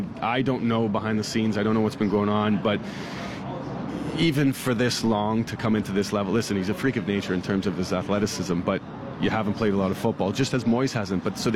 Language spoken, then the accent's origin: English; Canada; in my career as a Canadian player, wearing that maple leaf